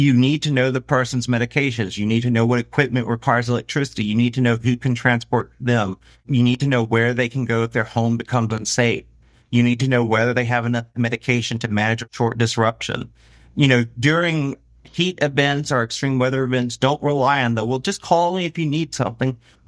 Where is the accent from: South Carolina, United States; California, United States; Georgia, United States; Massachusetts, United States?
South Carolina, United States